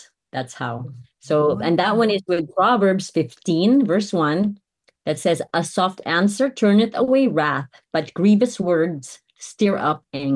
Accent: Iloilo, Western Visayas, Philippines; I'm from a very loud family. Like I'm from Iloilo and my mom's side, they're all very loud.

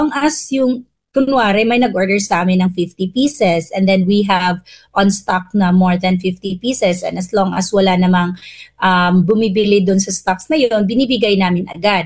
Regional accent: Central Visayas, Philippines; I know naman every Filipino is creative, but different kasi yung Cebuano.

